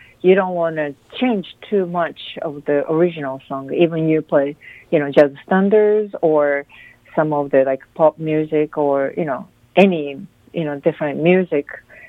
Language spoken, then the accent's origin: English; Japan; moved away as an adult; now in Boston, United States; I'm originally from Japan.